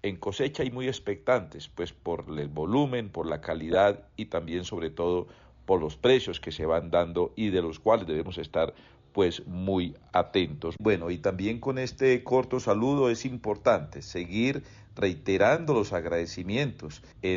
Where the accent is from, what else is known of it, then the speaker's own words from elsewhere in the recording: Santander, Colombia; lo que debemos hacer nosotros como cafeteros colombianos y santandereanos, y ahí en Mogotes, con más razones